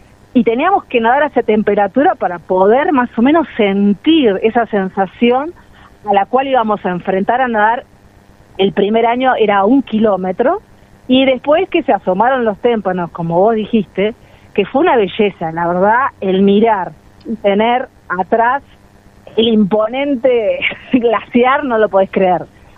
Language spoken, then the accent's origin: Spanish; Argentina; que cantamos eso esas ganas de expresar que somos argentinos y que todo el mundo nos elogia